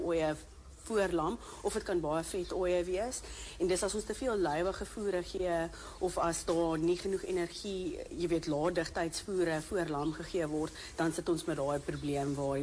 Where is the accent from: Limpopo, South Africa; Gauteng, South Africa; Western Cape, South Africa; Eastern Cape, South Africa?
Gauteng, South Africa; Pretoria; Nee, so Karen, ek kom van Pretoria af. Ek is gebore en getoe daar, al my universiteitsloopbaan, alles het ek daar gedoen.